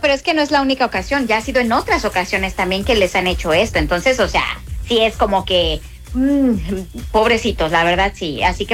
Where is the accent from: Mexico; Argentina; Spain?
Mexico; que somos chidos los mexicanos